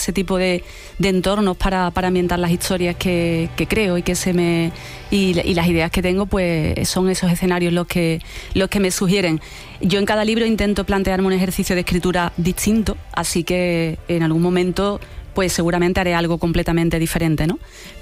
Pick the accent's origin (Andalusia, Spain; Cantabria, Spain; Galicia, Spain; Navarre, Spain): Andalusia, Spain; Seville; Yo soy de Sevilla, sí, desde donde os hablo.